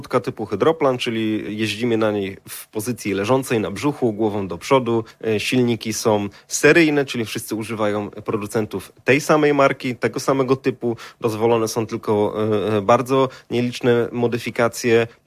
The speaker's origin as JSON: {"language": "Polish", "town": "Chodzież", "region": "Greater Poland Voivodeship", "country": "Poland", "tie": "born or raised there", "said": "ja się wychowałem, mieszkam od urodzenia w Chodzieży"}